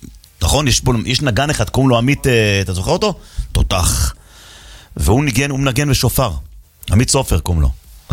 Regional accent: Jerusalem, Jerusalem District, Israel; כשהייתי ילד בבית וגן

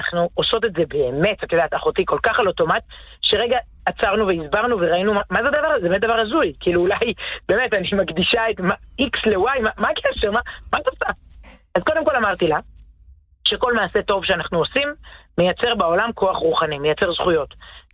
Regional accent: Herzliya, Tel Aviv District, Israel; גדלתי בבית פחות דוסי, אפשר להגיד בעדינות, גדלתי בהרצליה

